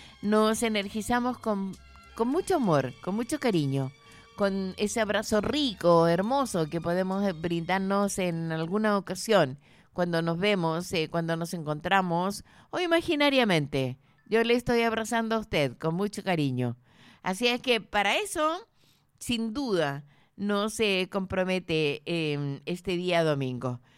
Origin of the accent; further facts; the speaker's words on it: Chile; now in Colchagua Province, Chile; ¿Cómo somos los chilenos?